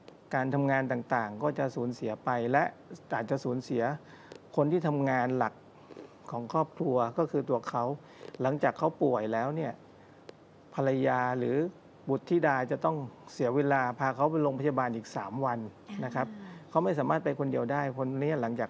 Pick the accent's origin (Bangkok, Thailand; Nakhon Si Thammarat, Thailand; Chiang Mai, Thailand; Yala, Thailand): Nakhon Si Thammarat, Thailand; ในพื้นที่ของเราจริงๆที่เป็นชาวนครศรีธรรมราชก็จะมีดวงตานะครับที่เราได้รับการปลูกถ่าย